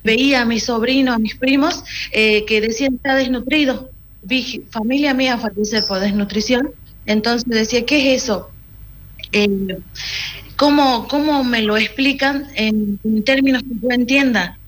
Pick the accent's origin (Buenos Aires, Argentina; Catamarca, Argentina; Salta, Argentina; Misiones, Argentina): Salta, Argentina; Santa Victoria Este; moved away as an adult; Bueno, yo soy de la localidad de Santa Victoria Este